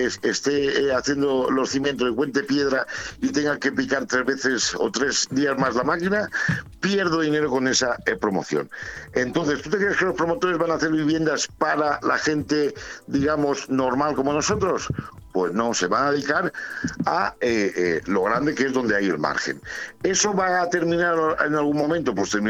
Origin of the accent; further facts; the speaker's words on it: Callosa d'en Sarrià, Valencian Community, Spain; Yo soy de Callosa, como bien sabes, y subo y bajo Benidorm 2 veces todos los días